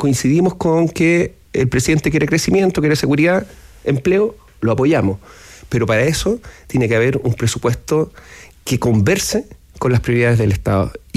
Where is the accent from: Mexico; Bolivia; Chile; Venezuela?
Chile